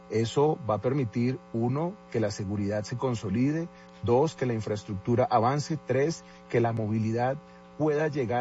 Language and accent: Spanish; Bogotá, Colombia; Yo como bogotano, como ciudadano, como concejal de Bogotá